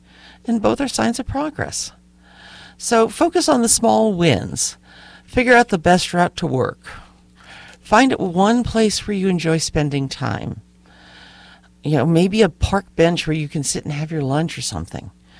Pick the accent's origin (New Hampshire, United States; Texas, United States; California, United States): California, United States; born there; moved away as an adult; also born or lived in Clarksville, Tennessee; now in Vermont, United States; that was a little change for the California girl.